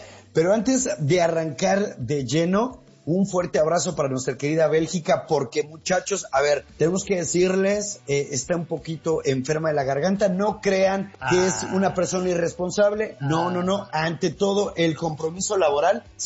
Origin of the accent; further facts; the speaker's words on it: Mexico; Pues mira, es que creo que así somos los mexicanos, unos locos gitanos, soñadores y aventureros.